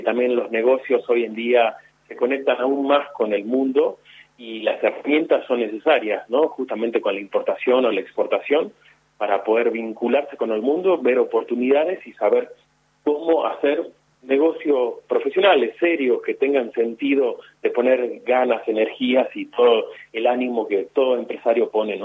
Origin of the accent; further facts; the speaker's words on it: Salta, Argentina; moved away as an adult; also born or lived in France; now in China; soy salteño, pero hace 16 años que no estoy en Salta. Vivo en China actualmente, pero también fui diplomático en Francia muchos otros años. Sí. Y ahora, de visita por Salta